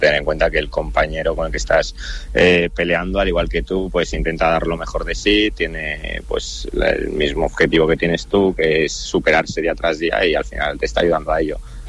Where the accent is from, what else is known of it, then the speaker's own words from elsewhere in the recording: Tudela, Navarre, Spain; moved away as an adult; also born or lived in Ecuador; now in Vitoria, Spain; yo nací en Ecuador, pero toda la vida he estado en Tudela hasta que ya hace 4 años me fui a Vitoria a vivir, eso es.